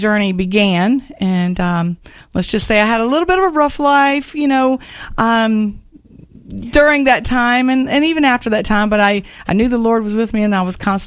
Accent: Baton Rouge, Louisiana, United States; born there; moved away as an adult; also born or lived in Lake Charles, Louisiana / Gonzales, Louisiana; now in Florida, United States; Originally, I was born in Lake Charles, Louisiana, but I lived in Baton Rouge, Louisiana until I became 12 years old and moved to Gonzales, Louisiana, right about 30 minutes away from Baton Rouge

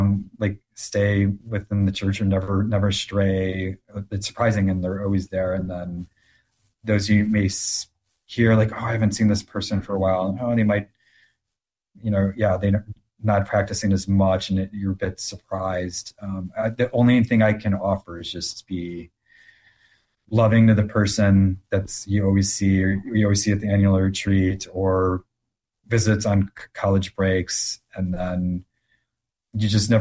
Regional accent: Naperville, Illinois, United States; But then that was the only real Christian preschool in my hometown of Naperville, at least walking distance, I guess. And then K-12 was public school.

